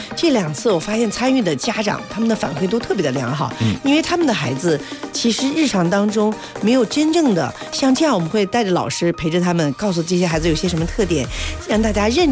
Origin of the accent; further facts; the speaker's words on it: Beijing, China; 我们北京人叫奥森的地方